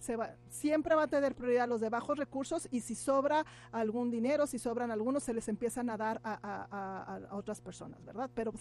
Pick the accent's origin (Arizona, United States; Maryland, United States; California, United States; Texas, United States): Texas, United States; El Paso; ya estamos aquí en El Paso, yo soy del Paso